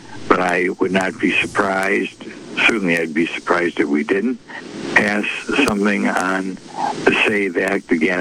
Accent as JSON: {"language": "English", "region": "Wisconsin", "country": "United States", "said": "of course, I'm from Wisconsin, so I'm only a little bit prejudiced"}